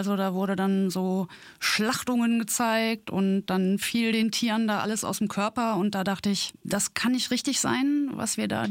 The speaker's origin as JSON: {"language": "German", "region": "North Rhine-Westphalia", "country": "Germany", "tie": "born or raised there"}